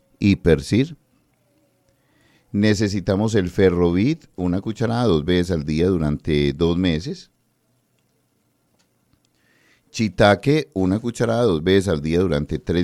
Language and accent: Spanish; Antioquia, Colombia; yo me avergüenzo como antioqueño